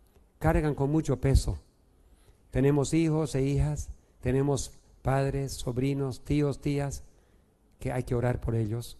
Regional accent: Beni, Bolivia; Eso me hizo recordar en el Beni, cuando me crié en el Beni, yo con mis padres y mis suegros hemos ido por carretón por 18, 24 horas en carretón.

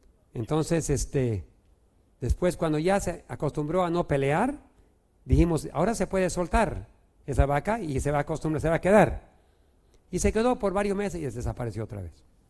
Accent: Beni, Bolivia; cuando me crié en el Beni

